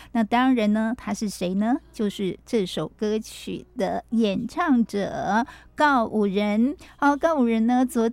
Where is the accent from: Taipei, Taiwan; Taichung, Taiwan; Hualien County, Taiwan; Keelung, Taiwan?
Hualien County, Taiwan; 我们花莲人